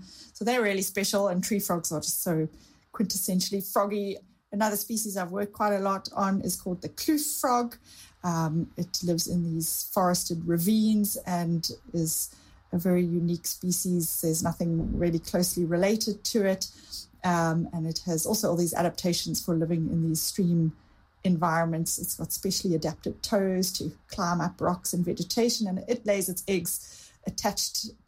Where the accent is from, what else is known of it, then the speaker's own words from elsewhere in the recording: KwaZulu-Natal, South Africa; it was actually discovered in my hometown in the southern Drakensberg Mountains